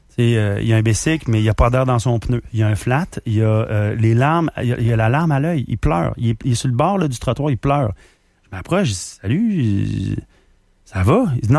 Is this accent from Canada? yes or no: yes; Quebec, Canada; moi, je suis Canadien, je suis Québécois, là.